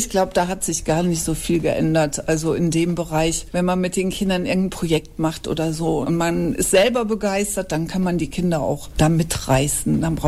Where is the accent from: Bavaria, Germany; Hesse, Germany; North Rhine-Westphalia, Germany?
North Rhine-Westphalia, Germany; Wipperfürth; born there; Ich bin auch hier in Wipperfürth geboren und deshalb hier auch eng mit der Stadt verbunden, war dann zwischendurch mal unterwegs